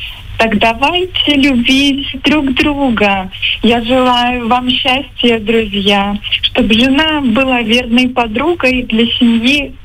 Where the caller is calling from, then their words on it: Krasnodar, Krasnodar Krai, Russia; я из Краснодара.